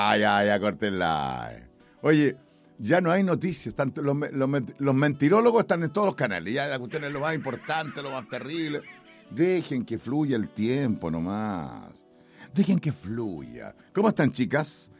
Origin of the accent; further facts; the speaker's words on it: Chile; Nosotros somos chilenos de Chile.